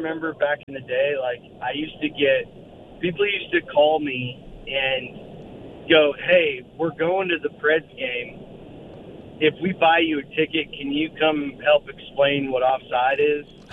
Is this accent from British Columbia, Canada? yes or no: no; Alberta, Canada; born or raised there